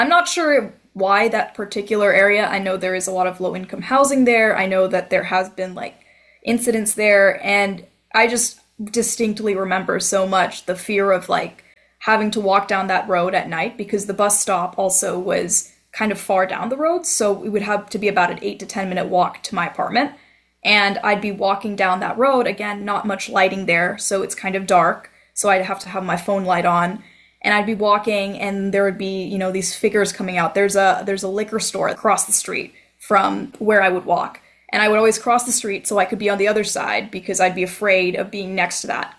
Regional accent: California, United States; Not that new. I'm from the Bay Area, but it still felt like a foreign place

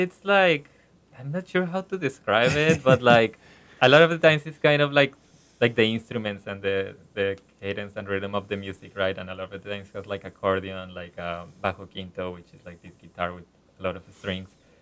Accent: Monterrey, Nuevo León, Mexico; moved away; my hometown in Monterrey.

